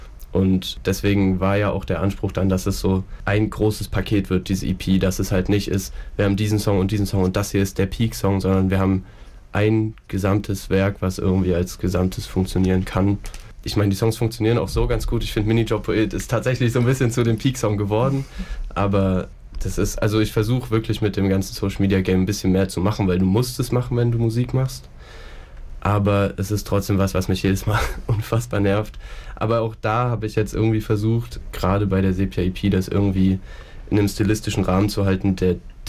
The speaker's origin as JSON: {"language": "German", "town": "Weimar", "region": "Thuringia", "country": "Germany", "said": "also wie gesagt, ich komme ja aus Weimar und ich habe dort auch noch so 2-3 Kollegen, die auch Mucke machen"}